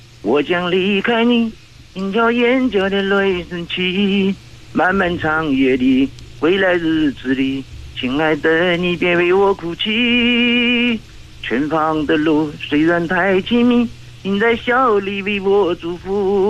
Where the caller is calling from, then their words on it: Qidong, Jiangsu, China; 我是来自江苏启东市的一位盲人听众。